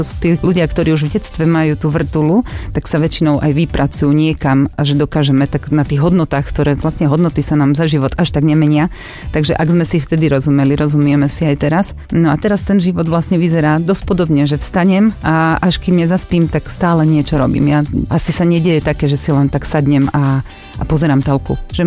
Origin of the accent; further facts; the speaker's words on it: Brezno, Banská Bystrica Region, Slovakia; Mám kamarátov všade, nielen v Brezne, lebo ja pochádzam z Brezna.